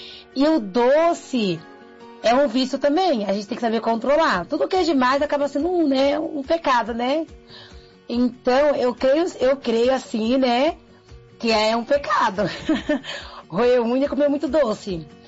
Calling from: Campinas, São Paulo, Brazil; sou aqui de Campinas.

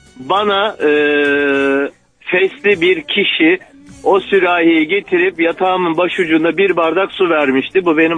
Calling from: Istanbul, Turkey; İstanbul'dan arıyorum.

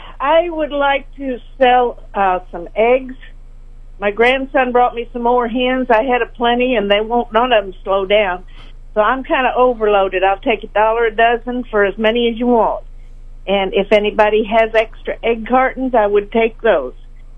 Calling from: Nelson, Missouri, United States; I'm in the Nelson area. I'm just actually south and east of Stuckey's

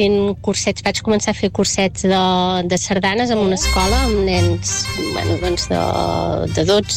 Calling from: Vic, Catalonia, Spain; sóc de Vic

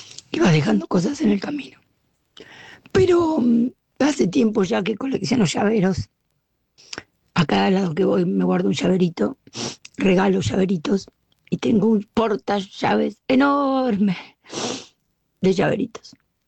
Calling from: Barcelona, Catalonia, Spain; de Barcelona.

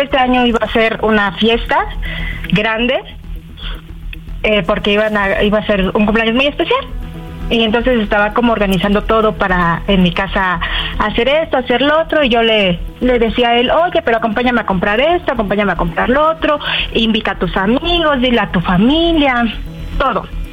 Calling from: State of Mexico, Mexico; Yo tengo 31 años y bueno, soy del Estado de México.

